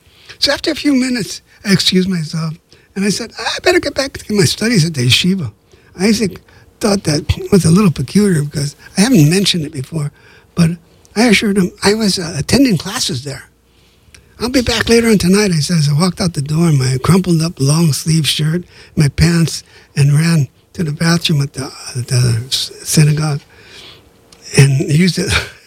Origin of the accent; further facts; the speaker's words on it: Los Angeles, California, United States; Growing up in East L.A., you know, and all my friends were Latino